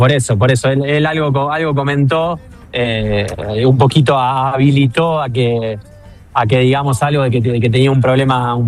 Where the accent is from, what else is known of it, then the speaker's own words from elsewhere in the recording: Rosario, Santa Fe, Argentina; Somos de Rosario, de Boom.